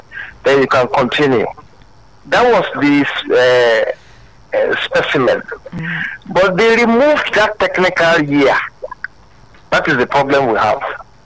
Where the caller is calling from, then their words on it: Agbado, Ogun, Nigeria; from Agbado.